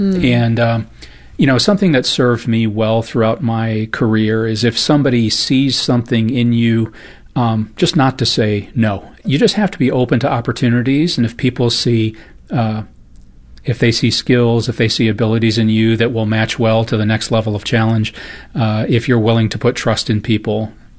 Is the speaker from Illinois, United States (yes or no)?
yes; Illinois, United States; moved away as an adult; now in St. Louis, United States; I'm not from the St. Louis area. Originally, I'm from just outside Chicago